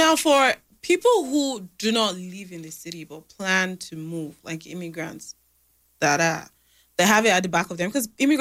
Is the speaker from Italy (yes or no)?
no; Nigeria; moved away; Because where we're coming from, I speak as a Nigerian, we're like, I don't want to put my mouth in this kind of issue because I'm just an immigrant.